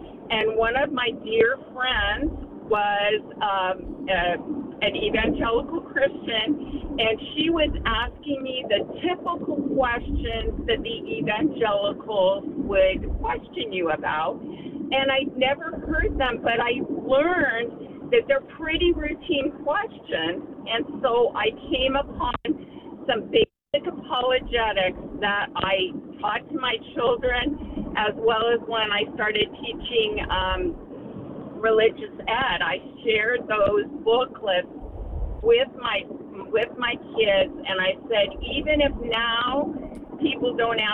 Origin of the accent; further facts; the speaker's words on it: Canada; now in Orange County, United States; We're Canadian